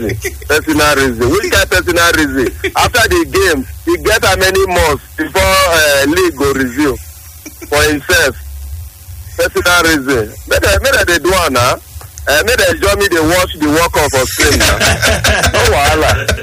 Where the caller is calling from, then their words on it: Nigeria; I come from Oyoge.